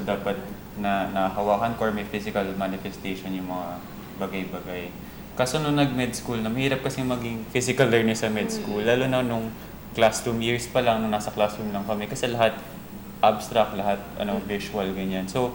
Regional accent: Pasig, Metro Manila, Philippines; Ako, taga Pasig.

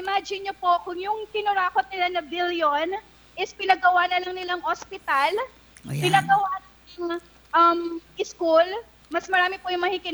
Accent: Makati, Metro Manila, Philippines; Ano po kami, taga Makati.

